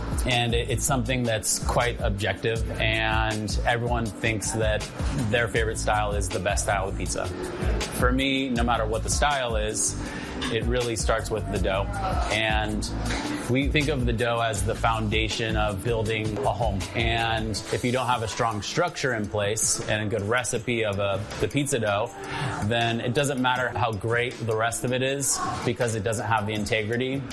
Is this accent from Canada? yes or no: no; West Coast, United States; I'm from the West Coast.